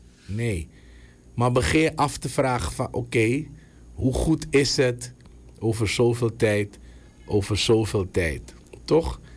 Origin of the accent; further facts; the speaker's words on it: Suriname; als Surinamers